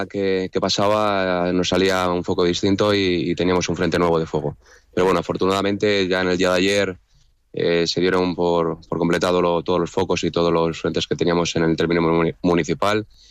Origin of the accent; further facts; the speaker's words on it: Community of Madrid, Spain; gente que somos de aquí, de nuestro municipio, vemos que nuestro municipio, que es un pueblo verde, que somos la Huerta de Madrid